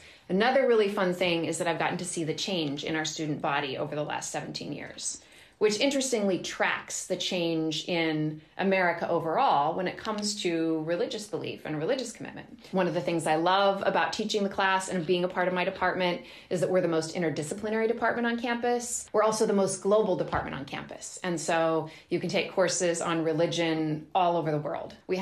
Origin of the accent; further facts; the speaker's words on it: Homer, United States; I was born and raised in Homer, graduated from Homer High School, absolutely expecting to pursue a career in music, as people who know me when I grew up here will remember.